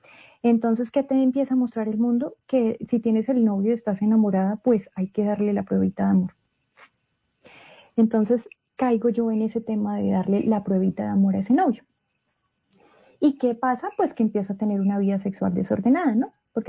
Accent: Colombia; yo soy colombiana, colombianísima. … madre soltera, católica y activista provida.

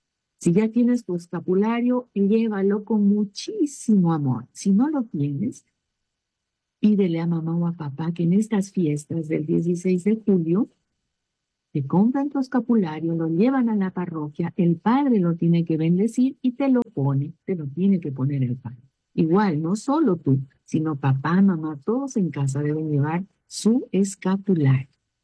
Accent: Peru; Decimos, somos peruanos.

